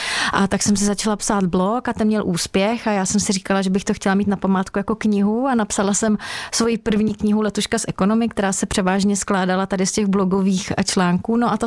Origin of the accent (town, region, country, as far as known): Sokolov, Karlovy Vary Region, Czechia; born or raised there; also born or lived in Kraslice